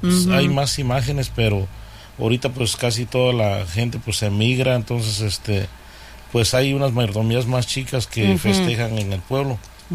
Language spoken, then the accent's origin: Spanish; Santa María Tindú, Oaxaca, Mexico; Somos de Santa María Tindú.